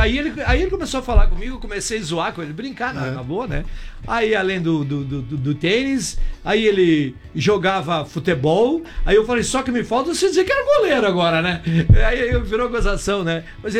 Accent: Brazil; Pois é, mas aqui nós somos do Brasil, parece que aqui não valoriza, né?

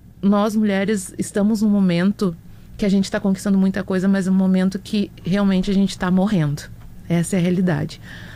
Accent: Alvorada, Rio Grande do Sul, Brazil; Eu sou de Alvorada.

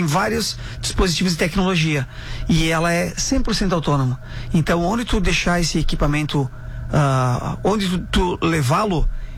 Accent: Guaporé, Rio Grande do Sul, Brazil; Nós somos de Guaporé

